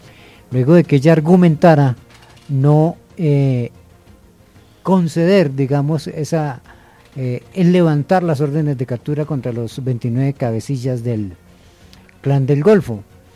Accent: Colombia; uno como colombiano y como periodista

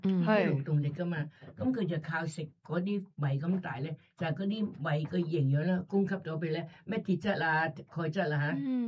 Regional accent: Hong Kong; 特别我都系香港嚟嘅。

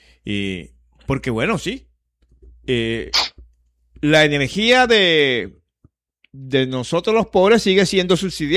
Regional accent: Caribbean coast, Colombia; los más perjudicados somos los costeños

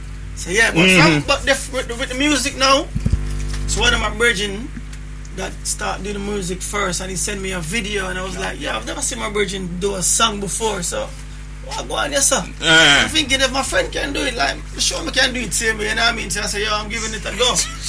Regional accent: Montego Bay, Saint James, Jamaica; Well, originally I'm from Montego Bay.

